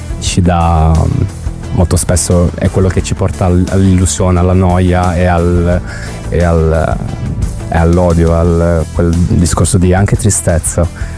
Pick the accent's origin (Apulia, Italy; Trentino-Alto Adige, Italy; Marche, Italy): Apulia, Italy; Bari; moved away as an adult; now in Bologna, Italy; Veniamo da Bologna, ma nessuno di noi tecnicamente è bolognese, ovvero che io vengo da Bari, mi sono trasferito a Bologna 8 anni fa.